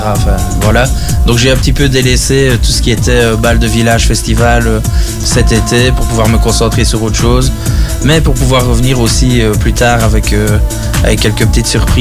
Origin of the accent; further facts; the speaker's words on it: Herve, Wallonia, Belgium; je viens de Herve, pour ceux qui ne l'auraient pas entendu à l'accent.